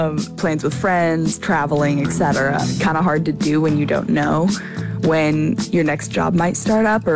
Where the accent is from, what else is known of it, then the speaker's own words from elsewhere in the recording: Nashville, Tennessee, United States; right now I'm in Nashville, Tennessee, which is my hometown.